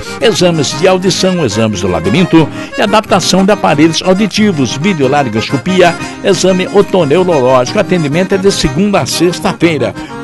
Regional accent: Rio Grande do Sul, Brazil; Sou gaúcho da fronteira, gaúcho doble chapa.

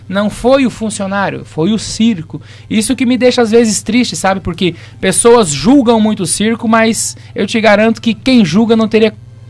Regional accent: Rio Grande do Sul, Brazil; lá no meu Rio Grande do Sul, que eu sou gaúcho

